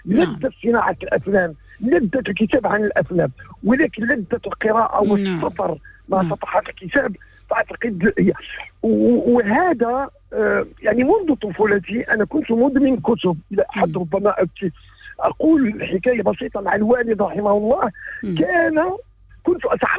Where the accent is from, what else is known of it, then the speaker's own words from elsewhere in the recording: Morocco; أو ما نسميه عندنا في المغرب التمغربيت.